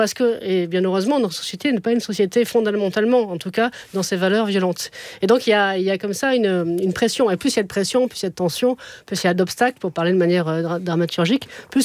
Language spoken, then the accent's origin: French; Montpellier, Occitanie, France; born there